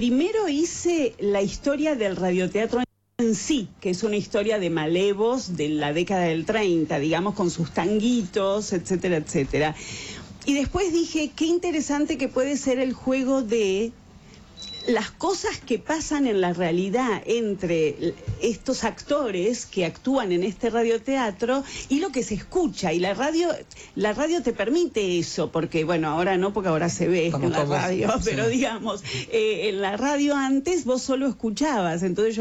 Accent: Rosario, Santa Fe, Argentina; now in Buenos Aires, Argentina; Yo soy rosarina.

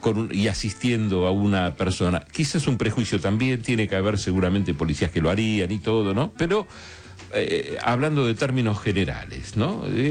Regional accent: Argentina

